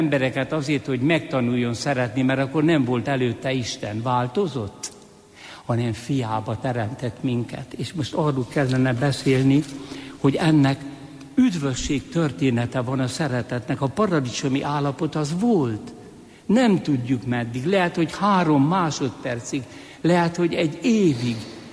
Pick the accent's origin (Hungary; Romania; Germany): Hungary; born there; Szülőfalumba Siót szabályozták.